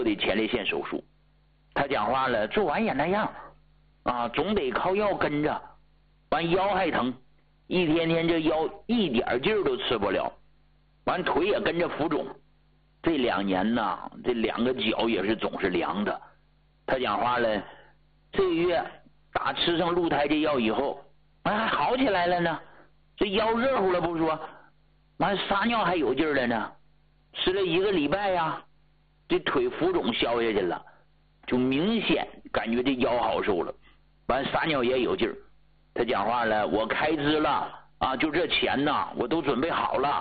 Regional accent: Hegang, Heilongjiang, China; now in Beijing, China; 你说我一农村的，大家都知道我是哪儿的吧，黑龙江鹤岗那么个小地方，而且呢家里边是种菜的啊，属于农民啊，农民家的孩子，

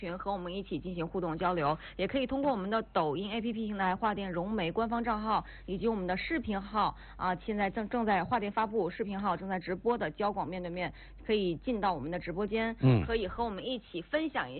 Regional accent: Northeast China, China; 我想咱们东北人是非常厉害的。

